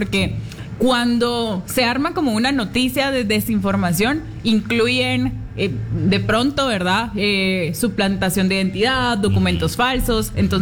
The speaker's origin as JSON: {"language": "Spanish", "country": "Guatemala", "said": "una cosa como guatemaltecos"}